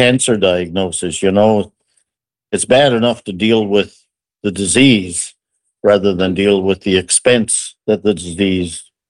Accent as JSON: {"language": "English", "region": "Newfoundland and Labrador", "country": "Canada", "said": "that's part of being a Newfoundlander."}